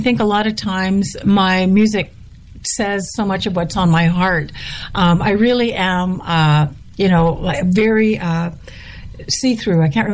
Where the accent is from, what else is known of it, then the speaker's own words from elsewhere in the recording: Manitoba, Canada; now in Fort Saskatchewan, Canada; I'm from Manitoba. No, I was born in Manitoba, and I go home as frequently as I can. I came back from being back home about a month ago, but I now live in Alberta. I live outside of it, in a little town called Fort, believe it or not, Fort Saskatchewan, Alberta.